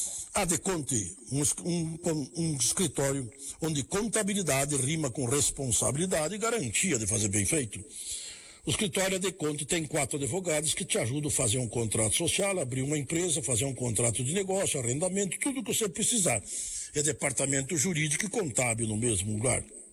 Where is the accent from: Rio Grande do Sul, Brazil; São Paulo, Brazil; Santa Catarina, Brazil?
Rio Grande do Sul, Brazil; Vacaria